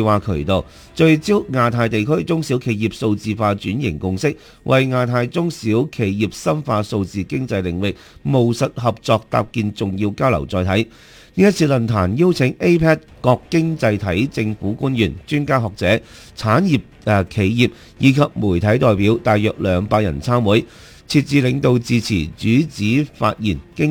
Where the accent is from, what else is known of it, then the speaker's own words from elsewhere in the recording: Guangdong, China; 俾我哋廣東人咧，係咪講奸賴咧嚇？